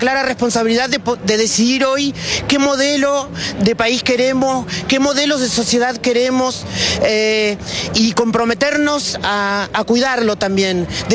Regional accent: Argentina; Soy argentina sobre todas las cosas.

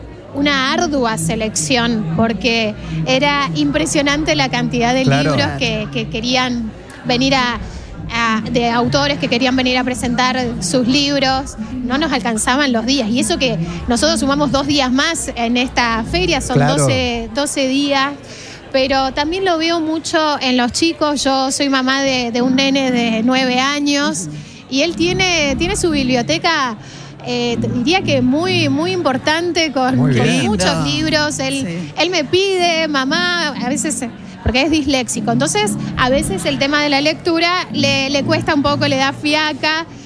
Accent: Argentina; no somos argentinos.

